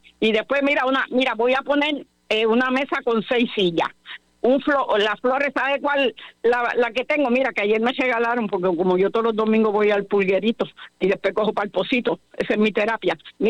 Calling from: Sabana Grande, Puerto Rico; ¿sabes que yo soy de Sabana Grande?

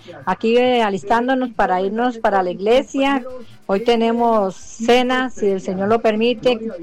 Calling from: Poás, Alajuela, Costa Rica; de Poá de Acerrí.

